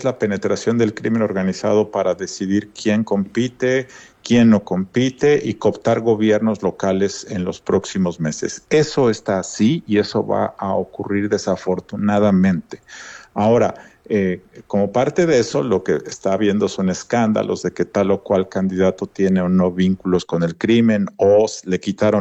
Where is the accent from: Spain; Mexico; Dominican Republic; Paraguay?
Mexico